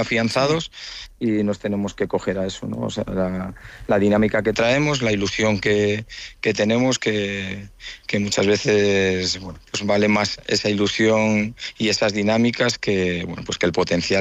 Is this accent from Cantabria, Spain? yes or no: yes; Santander, Cantabria, Spain